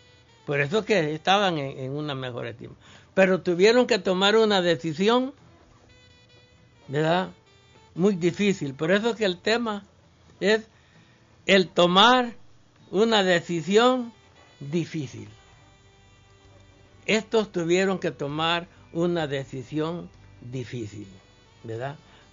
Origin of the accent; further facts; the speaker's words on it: Metapán, Santa Ana, El Salvador; born there; Yo soy nacido aquí en Metapán, allí en el cantón El Capulín, el caserío Hacienda Vieja. De ahí soy nacido yo.